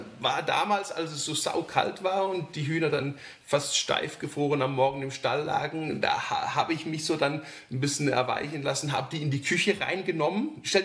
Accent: Switzerland

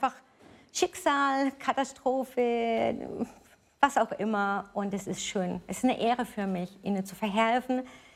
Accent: Nuremberg, Bavaria, Germany; ich komme aus Nürnberg

